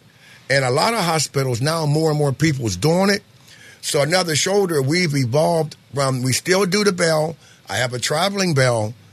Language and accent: English; South Park, Pennsylvania, United States; moved away as an adult; also born or lived in Massachusetts; I grew up in a place called South Park. Everybody knows about South Park.